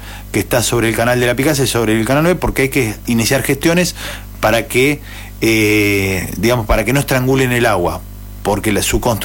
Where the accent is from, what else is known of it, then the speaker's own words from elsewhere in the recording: Dolores, Buenos Aires Province, Argentina; hay momentos donde tenemos que ser dolorenses.